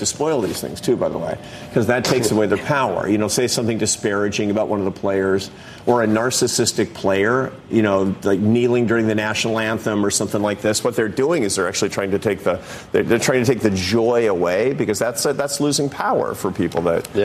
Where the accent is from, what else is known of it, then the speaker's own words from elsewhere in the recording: Seattle, Washington, United States; now in New York, United States; I grew up in Seattle, so far away, and the farthest east I'd been by the time I was a teenager was Idaho.